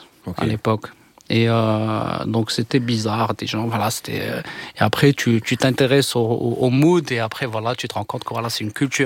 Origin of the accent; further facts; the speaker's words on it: Oujda, Oriental, Morocco; now in Casablanca, Morocco; C'est ma ville, c'est là où j'ai écouté les premiers morceaux, voilà, c'est une culture là-bas, tu vois. Oujda, c'est différent de Casa. C'est vrai que je vis à Casa depuis pas mal de temps, mais voilà, il y a toujours cette empreinte culturelle, quoi.